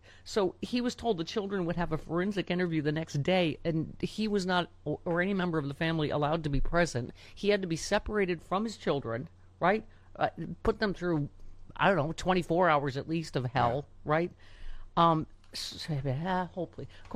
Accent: Lockport, New York, United States; Growing up in Lockport, New York, as I recall... Arby's was delicious

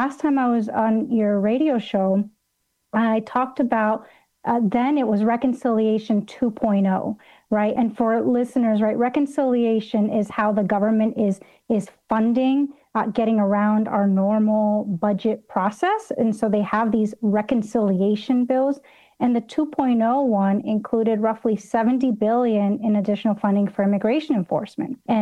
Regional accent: Los Angeles, California, United States; So I grew up in Los Angeles. My family actually used to drive to Tijuana, to Mexico, cross the border in order to get medical help

